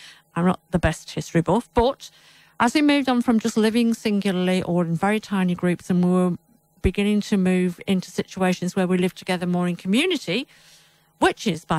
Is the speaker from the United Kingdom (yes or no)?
yes; England, United Kingdom; born there; moved away